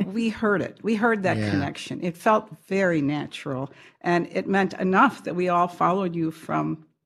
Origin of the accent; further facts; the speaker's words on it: Chicago, Illinois, United States; moved away as an adult; now in Evanston, United States; I'm from Evanston, Illinois, the last half of my life, but the first half of my life from the south side of Chicago.